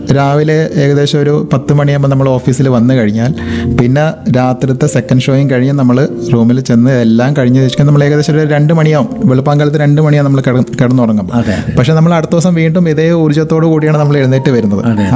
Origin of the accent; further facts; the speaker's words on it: Kollam, Kerala, India; born there; also born or lived in Ernakulam; ഞാൻ ജനിച്ചത് ഇവിടെ തന്നെയാണ്, കൊല്ലത്ത് തന്നെയാണ് ഞാൻ ജനിച്ചത്. പിന്നെ ജോലിയും അങ്ങനെയുള്ള കാര്യങ്ങളൊക്കെ ആയിട്ട് അച്ഛനും ജോലി എറണാകുളത്തായിരുന്നു.